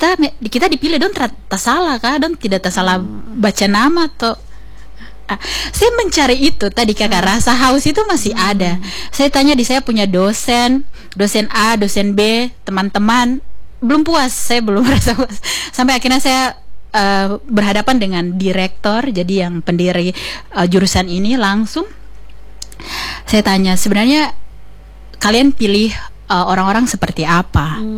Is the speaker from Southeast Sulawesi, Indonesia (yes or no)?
no; Papua, Indonesia; saya memutuskan untuk kembali ke Papua begitu.